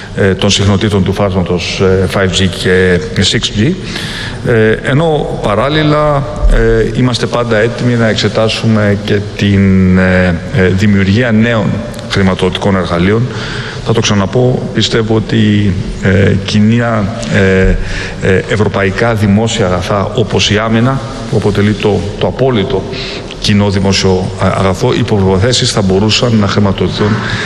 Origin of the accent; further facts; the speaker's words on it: Greece; Η πατρίδα μου απέφυγε φέτος τα χειρότερα